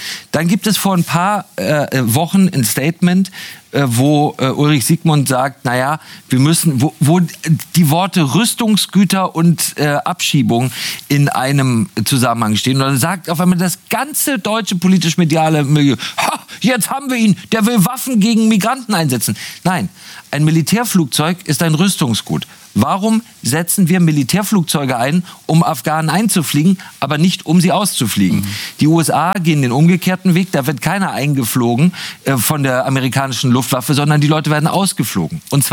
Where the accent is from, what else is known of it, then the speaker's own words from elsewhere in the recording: Germany; wenn ich als Deutscher aus London wiederkomme